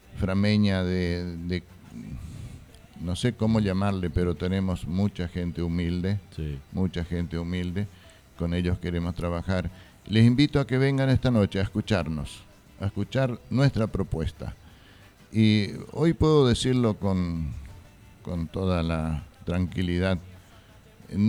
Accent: Fram, Itapúa, Paraguay; born there; moved away; also born or lived in Argentina; Y mi terruño, porque aquí nací, mi terruño Fram. Y vine a Fram a vivir y a trabajar por este terruño

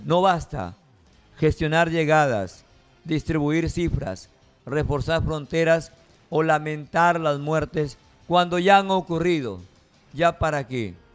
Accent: Peru; Nosotros acá somos bendecidos de Dios en el Perú.

